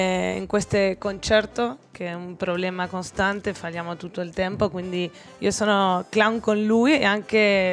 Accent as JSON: {"language": "Italian", "region": "Patagonia", "country": "Argentina", "said": "Io sono della Patagonia, del sud della..."}